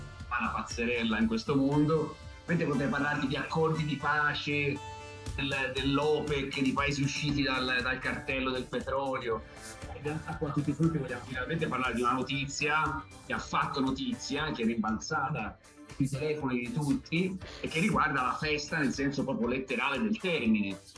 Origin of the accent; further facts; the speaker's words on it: Tuscany, Italy; Sudamericano, cioè noi veniamo dalla Toscana, quindi sappiamo di cosa parliamo